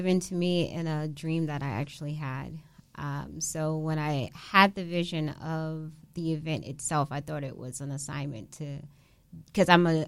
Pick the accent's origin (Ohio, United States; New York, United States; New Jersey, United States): New Jersey, United States; Neptune; I was born and raised in Neptune, New Jersey.